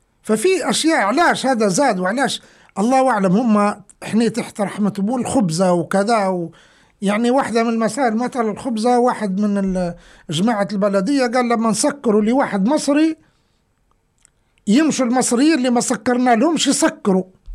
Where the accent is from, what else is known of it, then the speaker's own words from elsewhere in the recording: Libya; هو ليبي واني ليبي، اعطيني زيه.